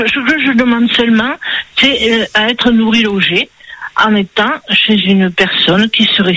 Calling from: Toulouse, Occitanie, France; Autour de chez moi, à Toulouse

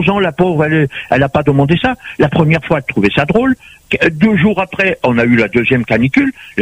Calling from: Antony, Île-de-France, France; J'habite à Antony.

